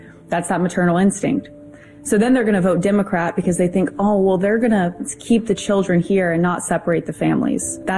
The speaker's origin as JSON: {"language": "English", "country": "United States", "tie": "born there", "said": "I was born in America."}